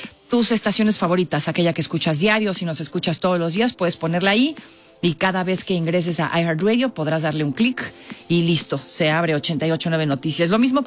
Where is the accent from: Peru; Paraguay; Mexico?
Mexico; somos mexicanos